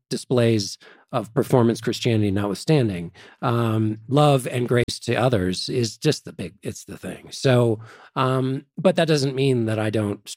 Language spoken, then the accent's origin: English; Washington, District of Columbia, United States